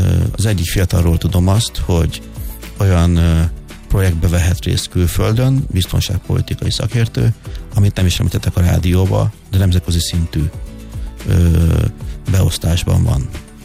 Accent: Bács-Kiskun, Hungary; born there; Én egy Bácsiskun megyei kis településen születtem, egy cigánytelepen, nullát cigány származású vagyok

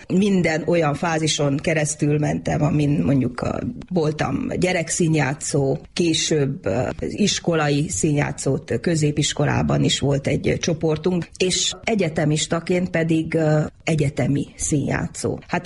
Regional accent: Satu Mare, Satu Mare County, Romania; now in Hungary; Nagyon büszke vagyok rá, hogy a szülővárosom a színházának előadásával nyitottuk meg a MITEM-et méltán, hiszen a Szatmár Németi Haraggyőr Társulat harmadik Richard előadása

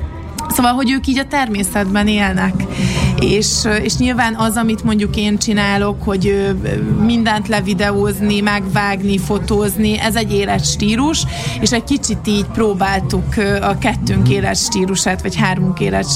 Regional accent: Hungary; hogy akkor én Ungriából jöttem, Magyarországról

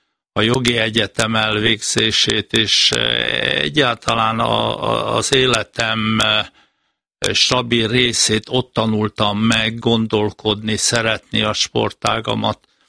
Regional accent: Szombathely, Vas, Hungary; also born or lived in Sárvár; Hát én Vas megyei vagyok, majdnem 80 éve születtem Sárváron, és 9 éves koromtól Szombathelyen éltem 18 éves koromig.

